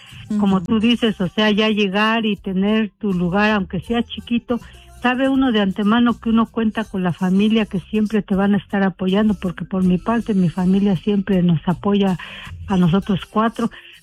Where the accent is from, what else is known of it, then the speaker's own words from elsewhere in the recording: Hidalgo, Mexico; now in United States; Bueno, nosotros somos del estado de Hidalgo.